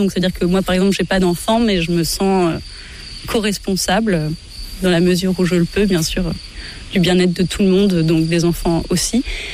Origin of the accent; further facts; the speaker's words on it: Paris, Île-de-France, France; moved away; à la base, je suis parisienne